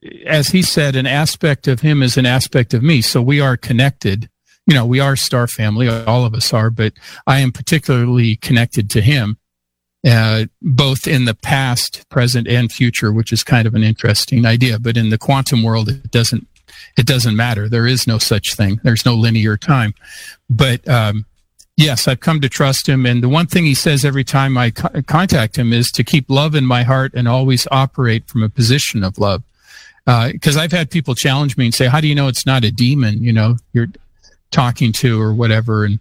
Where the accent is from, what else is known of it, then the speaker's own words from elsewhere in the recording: Kenmore, Washington, United States; also born or lived in Seattle; So that was in Seattle, where I'm from Seattle, but I was actually from Kenmore, Washington, which is the north end of Lake Washington. Our house was right near a Nike missile base, so a nuclear missile site.